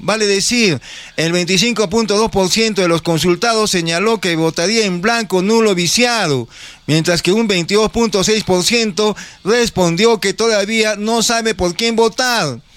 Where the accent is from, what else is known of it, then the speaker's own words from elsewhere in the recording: Arequipa, Peru; Solamente los que somos arequipeños de cepa, hemos nacido aquí, podemos sentirnos así